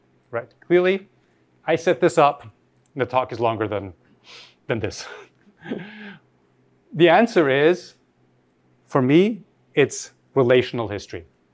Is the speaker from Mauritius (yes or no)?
no; Austria; I grew up in Austria. And if I tell you the numbers for Austria, they would mirror what I just told you.